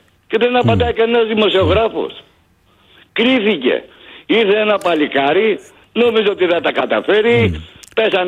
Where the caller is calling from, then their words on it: Greece; Εγώ σαν Έλληνας πολίτης